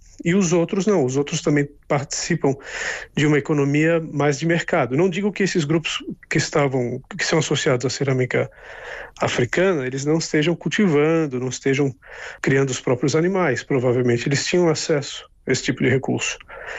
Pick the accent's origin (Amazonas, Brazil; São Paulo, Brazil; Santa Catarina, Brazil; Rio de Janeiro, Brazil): Santa Catarina, Brazil; Florianópolis; now in Barcelona, Spain; Eu sou do litoral, eu sou de Florianópolis